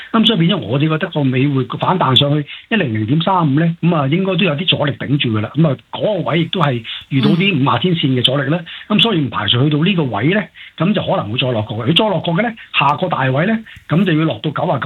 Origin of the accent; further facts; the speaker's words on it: Hong Kong; 咁我哋香港人嚟講咧